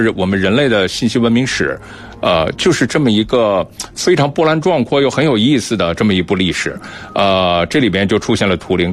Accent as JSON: {"language": "Chinese", "country": "China", "said": "我们中国人"}